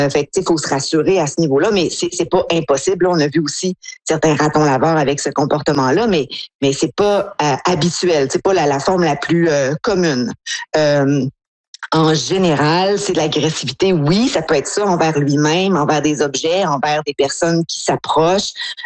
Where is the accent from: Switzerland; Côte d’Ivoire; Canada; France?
Canada; Quebec; En tout cas, moi, dans ma jeunesse au Lac-Saint-Jean, c'était comme ça.